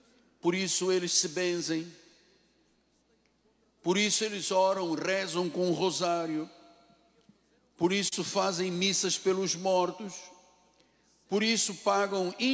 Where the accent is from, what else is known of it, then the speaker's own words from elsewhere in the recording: Angola; na minha língua, da minha terra, Angola, Quimbundo.